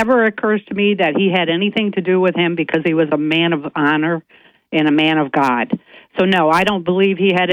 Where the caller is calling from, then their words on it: Binghamton, New York, United States; from the south side of Binghamton.